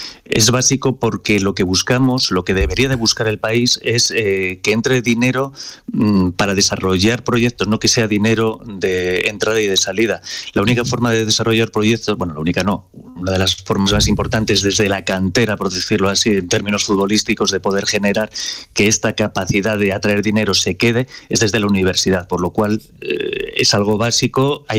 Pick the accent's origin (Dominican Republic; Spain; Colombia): Spain; León, Castile and León; Yo soy de León